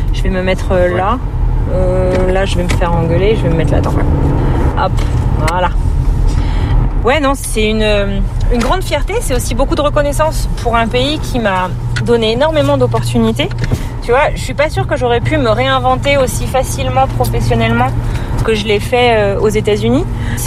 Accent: France; now in United States; En fait, je reste assez française

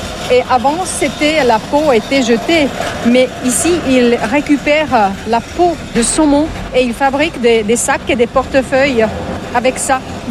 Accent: Turku, Southwest Finland, Finland; French is a second language; Non, je viens de Turku.

